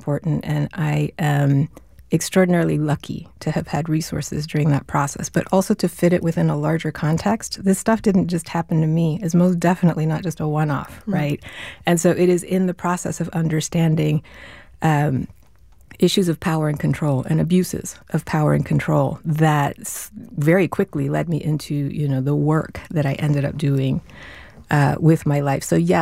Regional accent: Venezuela; Well, I wasn't raised in the U.S. I grew up in Venezuela.

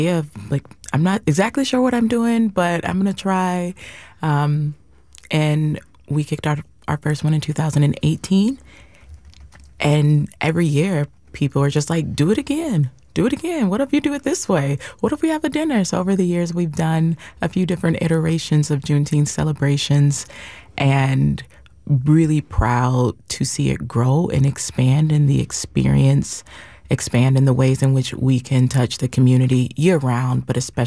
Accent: Ohio, United States; now in San Diego, United States; I grew up celebrating a lot of Black American holidays, and I'm originally from Ohio

